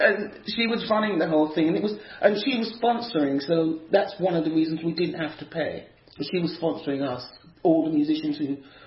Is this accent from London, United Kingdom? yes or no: yes; Islington, London, United Kingdom; born or raised there; also born or lived in Hackney